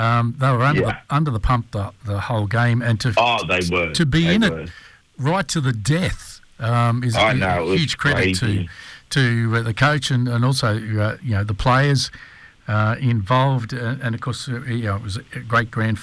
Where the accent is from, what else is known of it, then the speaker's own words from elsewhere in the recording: Scone, New South Wales, Australia; I grew up in the Hunter Valley in Scone.